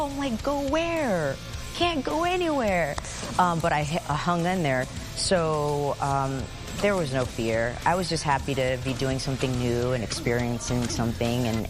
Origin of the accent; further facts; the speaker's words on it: Houston, Texas, United States; I grew up here in Houston, Texas. I was the only girl. Grew up the youngest of two older brothers